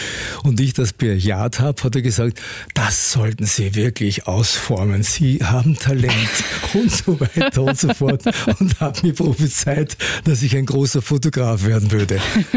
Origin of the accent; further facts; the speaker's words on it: St. Peter in der Au, Lower Austria, Austria; born there; moved away; Ich bin nämlich in dem Haus auch geboren. Ich bin auch eine Hebammengeburt.